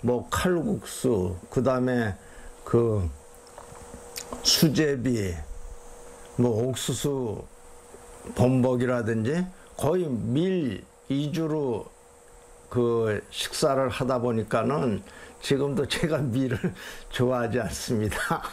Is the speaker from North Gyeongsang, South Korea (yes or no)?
no; Chuncheon, Gangwon, South Korea; also born or lived in Daegu / Incheon; 전쟁 당시에 대구에서 태어났고 인천을 거쳐서 이제 춘천에서 어려서부터 지금까지 쭉 자라고 있죠. 그러니까는 군대 갔다 와서 직장 생활 한몇년 빼고는 계속 춘천에서 생활을 했다고 볼수 있습니다.